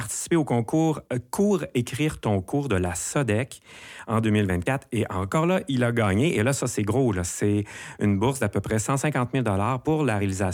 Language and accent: French; Alma, Quebec, Canada; et c'est ma ville natale, moi aussi, Alma, donc j'ai retrouvé beaucoup de références, beaucoup de lieux que je connais moi-même, là.